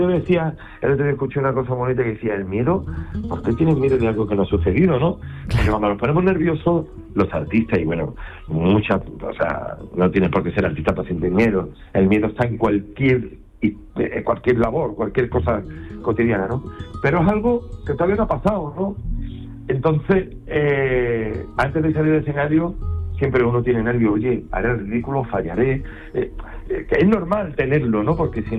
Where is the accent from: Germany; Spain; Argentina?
Spain